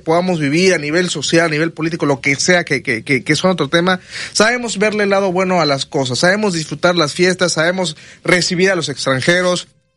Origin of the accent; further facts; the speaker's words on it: Mexico; Esto es México, esto es el país, esto es nuestra cultura.